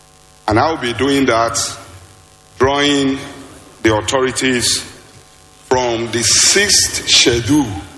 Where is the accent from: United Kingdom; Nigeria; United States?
Nigeria; Delta; Mr. Speaker, I'm from Delta State.